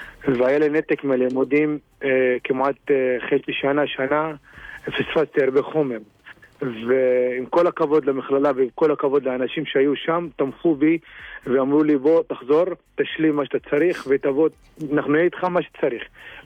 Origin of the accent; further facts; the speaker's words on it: Tuba-Zangariyye, Northern District, Israel; מטובה זנגריה